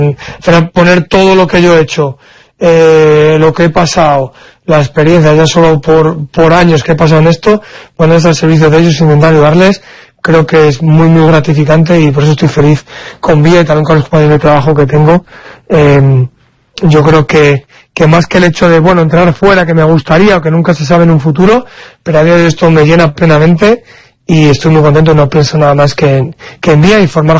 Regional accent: Castile and León, Spain; si soy ejemplo de algo que no es de ser cabezón como buen cazurro leonés

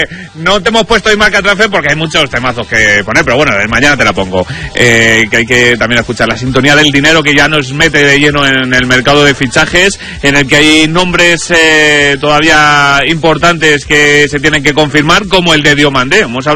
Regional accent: Toledo, Castilla-La Mancha, Spain; hoy te pongo una toledana de mi tierra.

